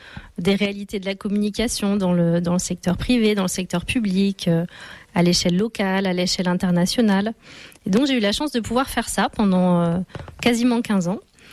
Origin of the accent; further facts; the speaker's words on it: Lyon, Auvergne-Rhône-Alpes, France; moved away; je viens de Lyon